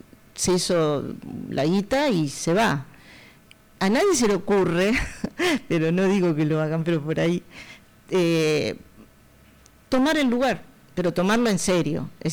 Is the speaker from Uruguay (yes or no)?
yes; Uruguay; te lo digo como uruguaya.